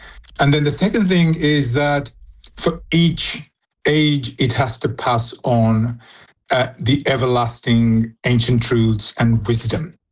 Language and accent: English; India; born there; I was born in India. And when I was born in India, I heard stories. I was born in a little village where everybody was connected.